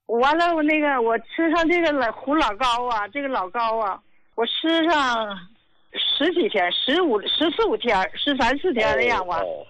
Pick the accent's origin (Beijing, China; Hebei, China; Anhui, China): Hebei, China; Qinhuangdao; 啊，我是秦皇岛的。